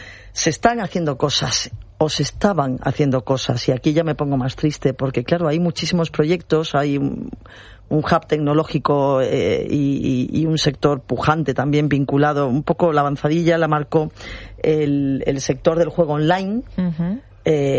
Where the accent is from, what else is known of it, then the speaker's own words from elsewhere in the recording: Ceuta, Spain; somos muchos los ceutíes, somos muy pro Ceuta